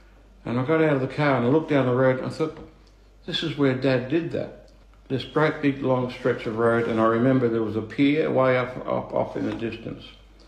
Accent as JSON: {"language": "English", "town": "Grassy", "region": "Tasmania", "country": "Australia", "tie": "born or raised there", "also_born_or_lived": "Currie", "said": "So I was born in Carrie on King Island, and we grew up in a little town called Grassy at the other end of the island."}